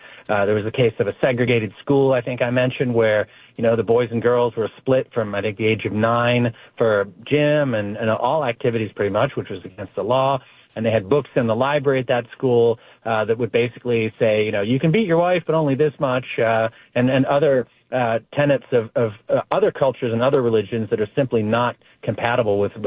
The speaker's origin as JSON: {"language": "English", "country": "France", "tie": "born or raised there", "also_born_or_lived": "England", "moved": "yes", "lives_now": "United States", "said": "I was born in England and I moved to France when I was one and I moved here later. But, you know, I've gone back and forth. I still have a lot of family there."}